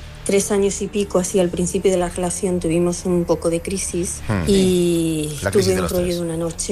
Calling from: Alcorcón, Community of Madrid, Spain; te llamo desde Alcorcón.

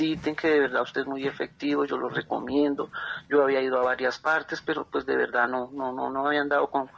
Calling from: Tunja, Boyacá, Colombia; lo estoy llamando acá de Tunja, Boyacá.

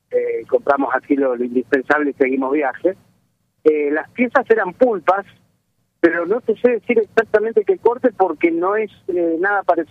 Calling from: Argentina; Somos los argentinos

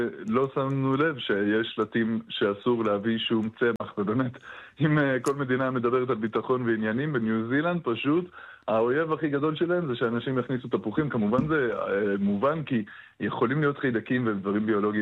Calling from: Southern District, Israel; אני עכשיו, לא פחות, מחוות נועם במדבר, שזה צימרים מעממים ככה בדרום.

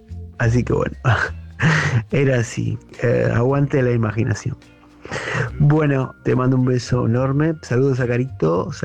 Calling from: La Plata, Buenos Aires Province, Argentina; de La Plata.

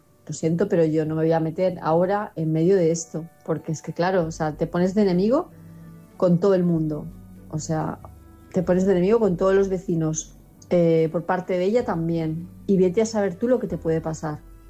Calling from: Palma de Mallorca, Balearic Islands, Spain; de Palma de Mallorca

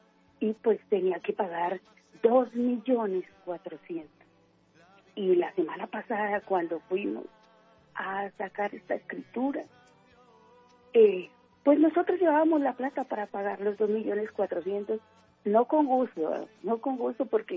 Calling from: Bogotá, Colombia; Patio Bonito, Bogotá

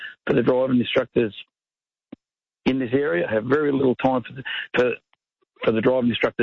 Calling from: Warrnambool, Victoria, Australia; I'm from Warrnambool, from down this area.

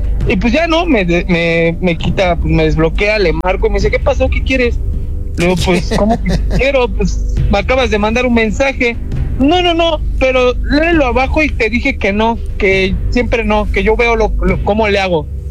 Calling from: Mexico City, Mexico; aquí, ya sabes, el Ejército de Oriente, donde se vive y se siente

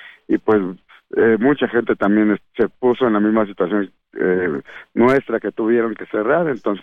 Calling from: Mexico; como mexicanos siempre somos bien luchones y resistentes

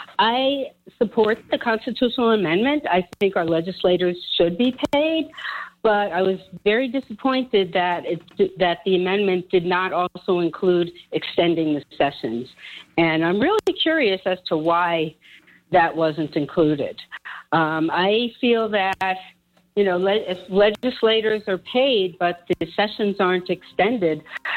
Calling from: Albuquerque, New Mexico, United States; I'm actually from Albuquerque.

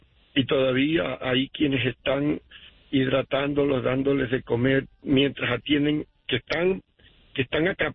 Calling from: Utah, United States; Te llamo desde Utah.

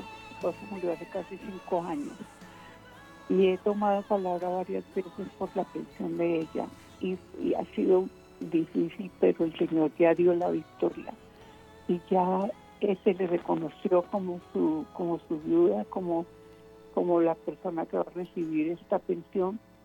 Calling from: Bogotá, Colombia; Estoy en Bogotá

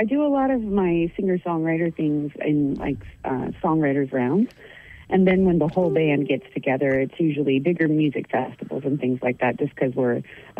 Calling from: Sunshine Coast, Queensland, Australia; Calling from the sunny coast

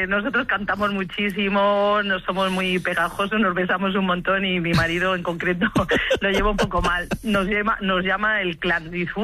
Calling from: Cáceres, Extremadura, Spain; Nosotros somos de Cáceres, de un pueblo muy pequeñito, y nuestra, bueno, nuestra virgen de referencia de la familia es la Virgen de Guadalupe.

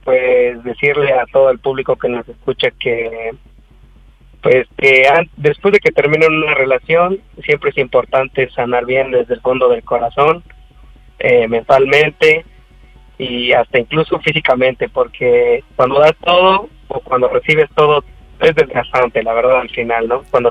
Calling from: Puebla, Mexico; Tengo 26 años, aquí de la ciudad del Camote, en Pueblita.

